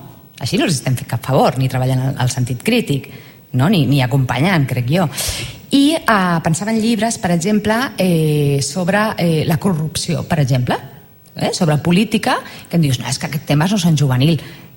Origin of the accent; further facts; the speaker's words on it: Santa Perpètua de Mogoda, Catalonia, Spain; Jo que sóc de Santa Perpètua de la Moguda, un poblet al costat de Sabadell